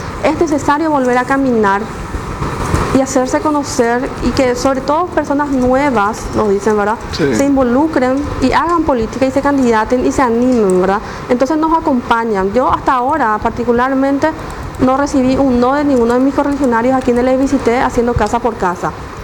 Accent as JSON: {"language": "Spanish", "region": "Alto Paraná", "country": "Paraguay", "tie": "born there", "moved": "yes", "lives_now": "Asunción, Paraguay", "said": "yo soy, nací en Alto Paraná"}